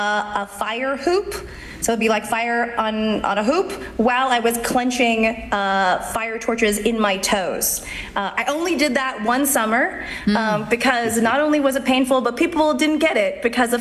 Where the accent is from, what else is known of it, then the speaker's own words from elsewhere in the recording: Canada; So, and I'm Canadian, so it's even worse.